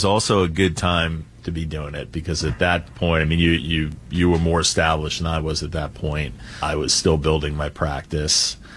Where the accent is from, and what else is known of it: New York, United States; born or raised there; now in New York City, United States